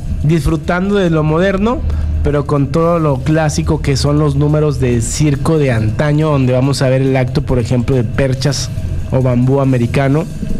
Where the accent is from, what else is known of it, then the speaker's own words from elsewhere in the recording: Coatzacoalcos, Veracruz, Mexico; venimos de Coatzacoalcos, Veracruz